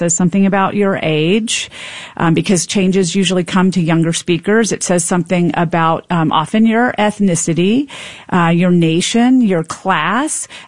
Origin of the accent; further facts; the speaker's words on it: Memphis, Tennessee, United States; I am. I grew up in Memphis, Tennessee.